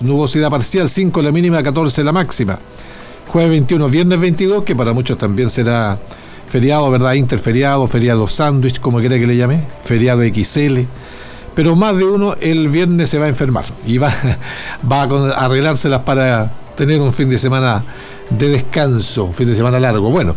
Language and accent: Spanish; Chile; Tiene un vínculo permanente con nuestro país